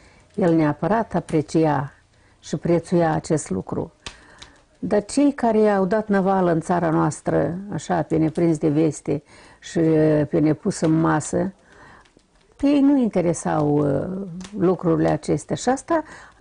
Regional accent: Manta, Cahul District, Moldova; Eu țin minte că noi ne sculam la 3 noaptea, amândouă, și ne duceam pe jos, de la Manta la Cahul, 14 kilometri, prin Glot

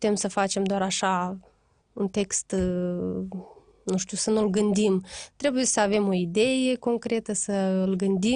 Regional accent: Moldova; țin cont și de zona noastră, că suntem din Moldova, din Basarabia, nu încerc să mă duc în alte zone din România.

